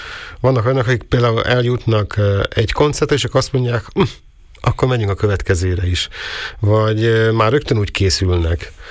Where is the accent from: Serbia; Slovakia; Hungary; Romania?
Slovakia; Veľký Meder, Trnava Region; én Nagymegyeren nevelkedtem.